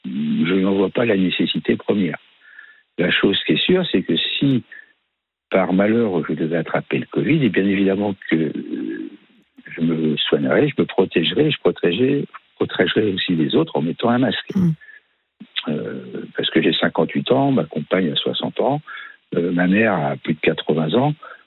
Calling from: France

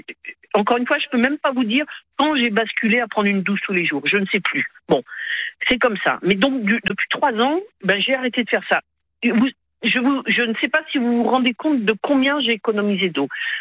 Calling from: Brest, Brittany, France; J'habite à Brest, dans le Finistère.

